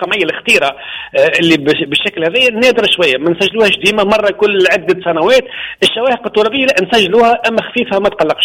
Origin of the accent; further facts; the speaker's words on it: Menzel Fersi, Monastir Governorate, Tunisia; منزل فارسي، مش بعيد برشا اللي هي معناتها مدينتي